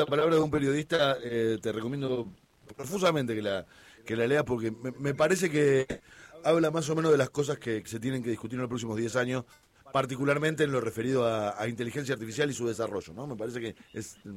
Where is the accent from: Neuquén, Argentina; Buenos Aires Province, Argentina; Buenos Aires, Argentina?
Neuquén, Argentina; Plottier; soy de Plotier